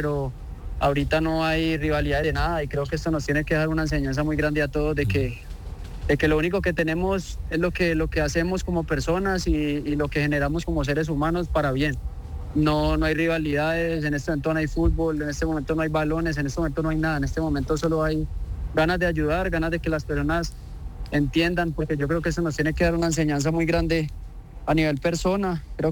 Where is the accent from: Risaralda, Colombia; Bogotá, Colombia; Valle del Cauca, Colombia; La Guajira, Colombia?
Valle del Cauca, Colombia; Cali; born there; now in Manizales, Colombia; Cali, que es mi ciudad natal y de donde yo soy, y pues Manizales, que ha sido una ciudad que me ha recibido siempre con los brazos abiertos